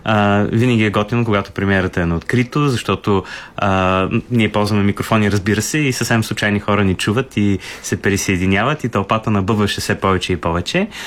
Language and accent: Bulgarian; Sofia, Sofia City, Bulgaria; born there; moved away as an adult; аз, понеже съм квартален плъх, аз съм живял 39 години в Дружба 2